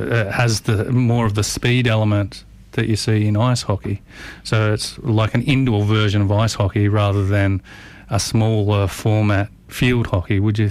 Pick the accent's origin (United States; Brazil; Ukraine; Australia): Australia; Now, as an Australian, I don't know the ins and outs of ice hockey rules